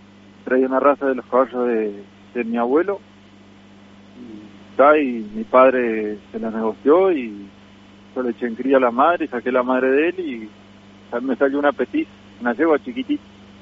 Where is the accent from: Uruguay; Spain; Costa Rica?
Uruguay; Caraguatá, Tacuarembó; now in Las Toscas, Uruguay; Somos de Caraguatá.